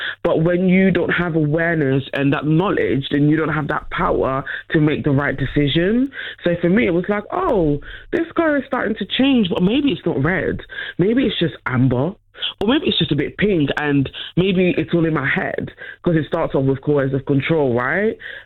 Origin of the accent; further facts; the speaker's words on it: Netherlands; Growing up, unfortunately, as well, I grew up in the Netherlands. I'd experienced a lot of racism, a lot of bullying